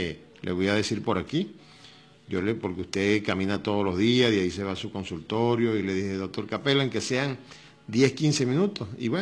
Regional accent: Venezuela; Gente, como somos todos los venezolanos.

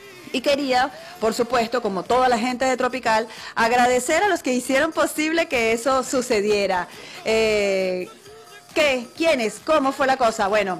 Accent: Caracas, Capital District, Venezuela; now in Puerto Píritu, Venezuela; Yo vengo de Caracas y uno le pone el tono y todo. Pero la verdad es que sí, yo tengo 32 años en Puerto Píritu

